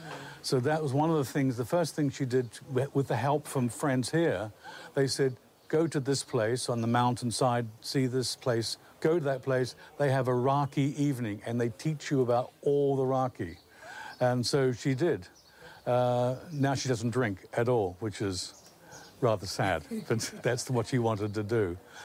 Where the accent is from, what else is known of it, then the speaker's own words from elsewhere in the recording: New Zealand; for me, as a New Zealander, all the way from New Zealand, for me it was v